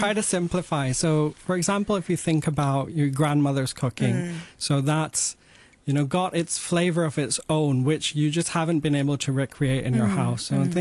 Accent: Dubai, United Arab Emirates; also born or lived in United Kingdom; now in Hong Kong; I remember food that I liked eating while growing up in Dubai. I remember cooking a lot at my university years. That was in the UK

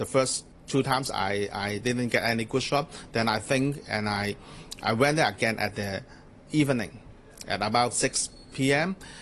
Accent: Hong Kong; The old and the new, especially I grew up here in Hong Kong. I have a special feeling of this place.

